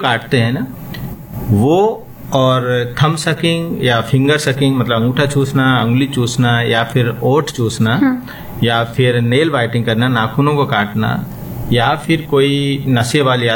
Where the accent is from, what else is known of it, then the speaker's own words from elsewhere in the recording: Bhind, Madhya Pradesh, India; मैं भिंड का रहने वाला हूँ तो उधर बहुत ज्यादा बबूल और नीम होता है